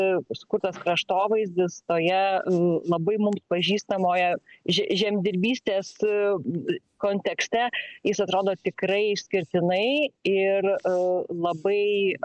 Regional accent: Vilnius, Vilnius County, Lithuania; esu Vilnietė

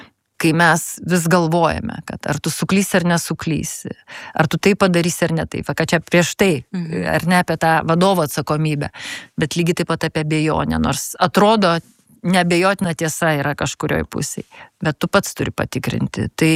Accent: Kaunas, Kaunas County, Lithuania; also born or lived in Vilnius; Aš kaunietė, Kaune, ant asfalto.

